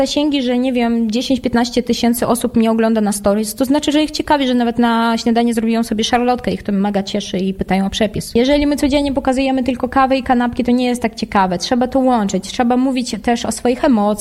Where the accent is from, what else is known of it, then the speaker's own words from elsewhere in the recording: Russia; Polish is a second language; now in Poland; przez kilka lat ja nie podkreślałam tego, że jestem Rosjanką. Tak, ja mówię płynnie po polsku, ale ten akcent po pierwsze można zawsze rozpoznać, po drugie, no jednak to jest część mojej historii.